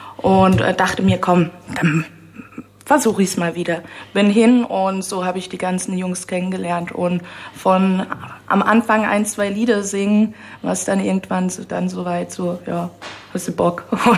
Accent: Saarbrücken, Saarland, Germany; born there; moved away as an adult; now in Frankfurt, Germany; Saarbrücker Mädel.

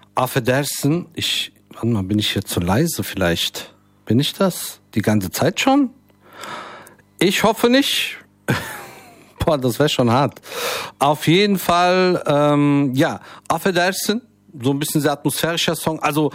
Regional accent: Frankfurt, Hesse, Germany; dass ich gebürtiger Frankfurter bin. Ne? Zwar nicht mit dem vollen Dialekt, also ich glaube, das bisschen Lokaldialekt, was ich habe, ich bin ja im Frankfurter Westen aufgewachsen

